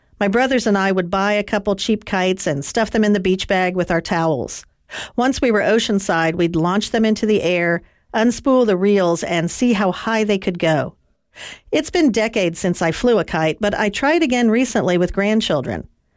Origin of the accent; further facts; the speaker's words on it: South Carolina, United States; I grew up near the South Carolina coast